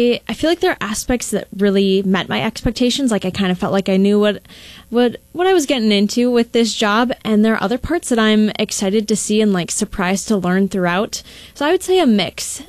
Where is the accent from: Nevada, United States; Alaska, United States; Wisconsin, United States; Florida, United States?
Wisconsin, United States; Port Washington; also born or lived in South Dakota; I grew up in Port Washington on my family's hobby farm, but I spent a lot of time at my grandparents' nearby dairy farm.